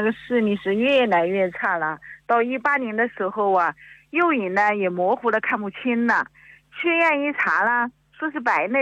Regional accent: Hubei, China; 胡老师啊，我们真的挺有缘分的啊。我是湖北人梦的，

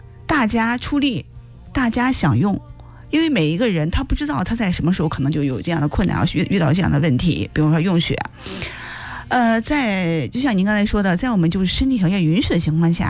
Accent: Henan, China; 其实我想我们作为一个中国人，作为河南人，我们应该感到非常的骄傲啊，

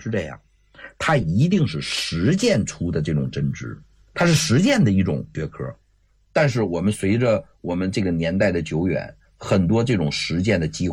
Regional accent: China; 但是你发现我们中国人做饭做菜啊，

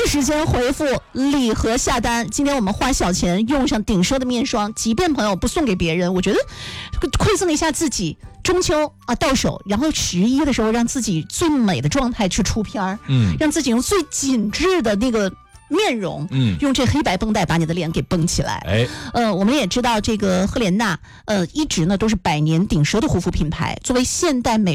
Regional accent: China; 当然我们中国人的待客之道

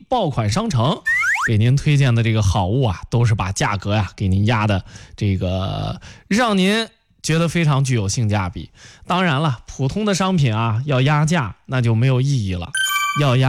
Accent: Henan, China; 这咱作为河南人啊，很少有机会能尝到这个云南的菌子啊。

